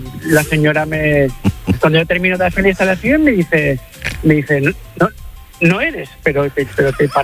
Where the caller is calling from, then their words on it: Alicante, Valencian Community, Spain; yo vivo en Alicante